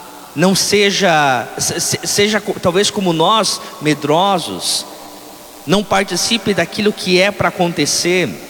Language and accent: Portuguese; Santa Catarina, Brazil; Eu venho de longe, venho de Santa Catarina, primeira vez que estou visitando essa cidade e também essa igreja aqui.